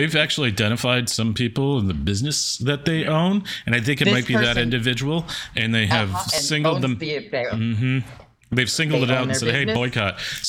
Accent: Hilton, New York, United States; He's from Hamlin. I'm from Hilton. I think he went to Brockport schools. But we're both from a very rural area that was very hard to come out in.

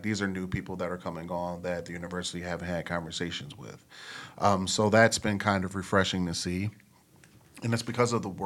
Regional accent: Grand Rapids, Michigan, United States; growing up in Grand Rapids, Michigan

